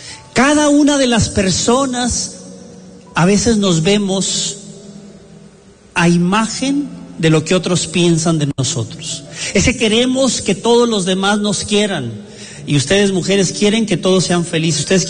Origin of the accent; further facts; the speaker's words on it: Tijuana, Baja California, Mexico; born there; Yo soy el hijo de Doña Chuy, la señora que vendía tortas ahí en Tijuana.